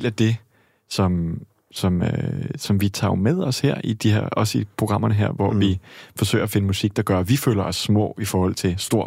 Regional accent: Australia; now in Denmark; Og det første, jeg gjorde, da jeg var kommet fra Australien til Danmark, det var at tænke, der er simpelthen ikke nok bjerge og klipper og hav og bølger og sådan noget.

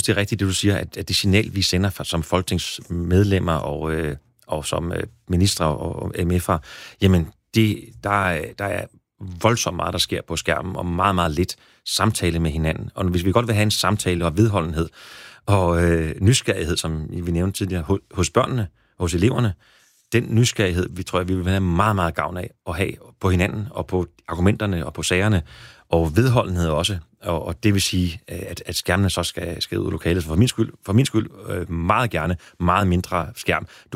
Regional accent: Næstved, Zealand, Denmark; Jamen, jeg var blevet konfirmeret, købte jeg et brugt stereoanlæg der hjemme på Kildemarksvej i Næstved.

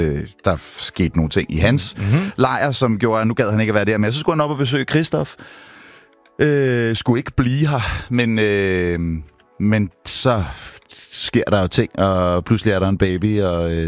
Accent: Gentofte, Capital Region of Denmark, Denmark; born there; Jeg er født på Gentofte sygehus.

